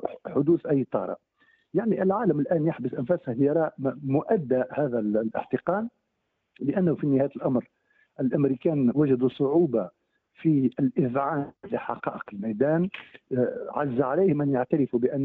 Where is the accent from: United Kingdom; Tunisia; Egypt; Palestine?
Tunisia; نعم، في بلدنا تونس.